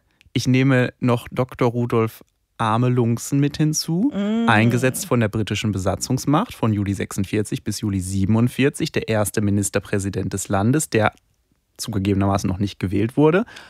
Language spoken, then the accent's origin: German; Gelsenkirchen, North Rhine-Westphalia, Germany; Also ich fühle mich schon sehr Rhein-Herne-Kanal, Halden und Gelsenkirchen.